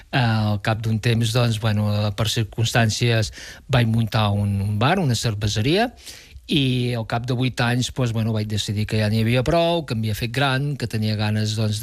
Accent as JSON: {"language": "Catalan", "town": "Navàs", "region": "Catalonia", "country": "Spain", "lives_now": "Serrateix, Spain", "said": "Home, jo potser encara sóc una miqueta de Navàs, eh? Perquè l'entorn rural, doncs, costa una miqueta que t'acceptin"}